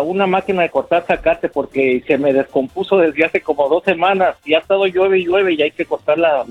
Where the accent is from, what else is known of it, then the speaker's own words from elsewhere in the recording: Monterrey, Nuevo León, Mexico; Hecho, nacido y criado en Monterrey, Nuevo León